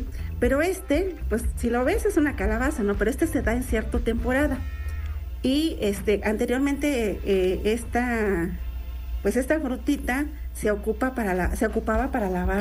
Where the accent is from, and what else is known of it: San Luis, Puebla, Mexico; Spanish is a second language